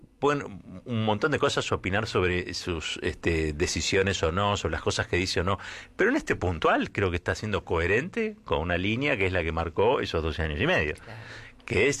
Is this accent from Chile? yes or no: no; Argentina; somos Argentina